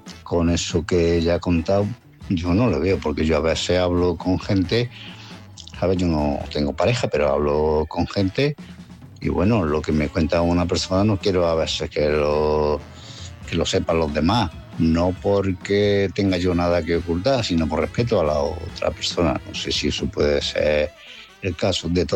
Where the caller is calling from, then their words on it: Málaga, Andalusia, Spain; de Málaga.